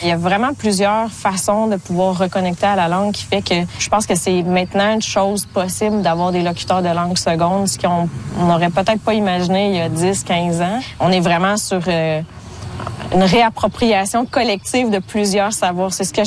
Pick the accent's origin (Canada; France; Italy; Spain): Canada; Odanak, Quebec; Oui, j'ai grandi à Odanak.